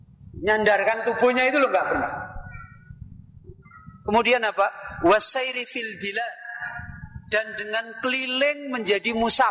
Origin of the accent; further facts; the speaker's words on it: Semarang, Central Java, Indonesia; Ya saya, kampung saya itu di Semarang. Kalau antum mungkin pernah namanya Desa Tambak Lorok.